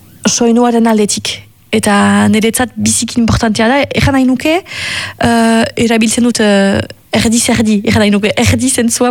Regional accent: Nouvelle-Aquitaine, France; first language Basque

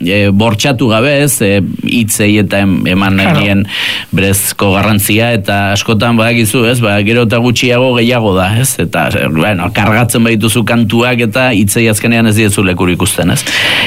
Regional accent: Errenteria, Basque Country, Spain; born there; ni Santa Clara kalean sortu nintzen Errenterian, horretan, eta Arkaitz Goiko kalean. Beraz, gure, bere sortetxetik nire sortetxera, ez dira egun metro egongo

